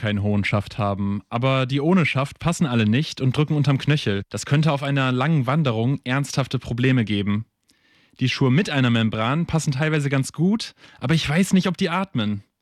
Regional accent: North Rhine-Westphalia, Germany; Also mache ich mich auf ins erstbeste Sportgeschäft in meiner Heimatstadt in der Nähe von Düsseldorf.

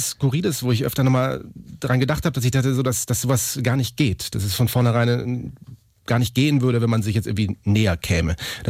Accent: Munich, Bavaria, Germany; Ich komme ja aus München und war also auf dem Gymnasium

